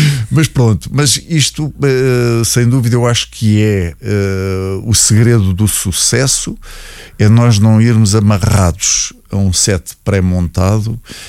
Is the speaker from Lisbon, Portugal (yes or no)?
yes; Lisbon, Portugal; now in Caldas da Rainha, Portugal; eu, agora sendo caldense, já vivo aqui nas Caldas há uns anos, mas sou lisboeta de nascença e cresci lá.